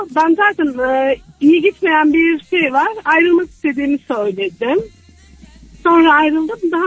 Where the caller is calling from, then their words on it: Antalya, Turkey; ben Antalya'dan.